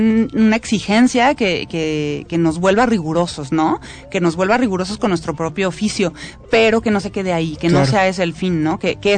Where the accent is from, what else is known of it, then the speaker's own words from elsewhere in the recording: Guadalajara, Jalisco, Mexico; now in Mexico City, Mexico; El sitio, a pesar de que yo soy de Guadalajara, el sitio donde empecé a componer fue aquí en la Ciudad de México.